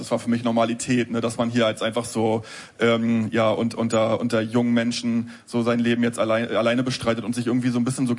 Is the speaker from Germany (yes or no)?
yes; East Germany, Germany; Faktisch bin ich ein Kind der DDR und ich würde schon auch nach wie vor sagen, ich bin ostdeutsch.